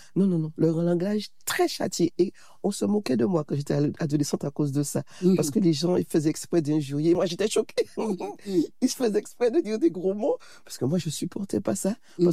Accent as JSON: {"language": "French", "town": "Fort-de-France", "country": "Martinique", "tie": "born or raised there", "said": "je suis née à Fort-de-France, en Martinique. Je suis de parents martiniquais. J'ai grandi à Fort-de-France."}